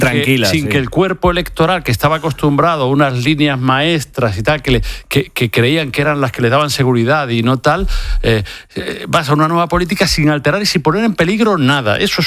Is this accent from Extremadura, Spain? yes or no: yes; Extremadura, Spain; ha llegado hasta Extremadura, hasta mi tierra.